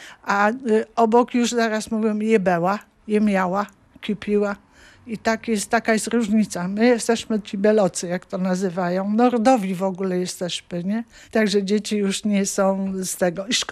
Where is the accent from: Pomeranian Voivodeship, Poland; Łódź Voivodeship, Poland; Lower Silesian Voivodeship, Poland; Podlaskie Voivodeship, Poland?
Pomeranian Voivodeship, Poland; Puck; typową Kaszubką. Mój dziadek urodził się w Pucku, mój ojciec urodził się w Pucku, ja się urodziłam w Pucku, my jesteśmy wszyscy od urodzenia razem z mężem Puczczanami. Tu mieszkamy